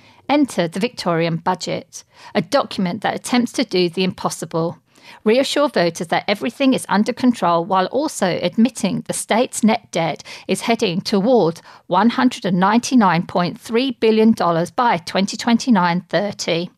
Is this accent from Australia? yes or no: no; Pakistan; I come from Pakistan, where tax avoidance is a national sport in which everyone is winning gold.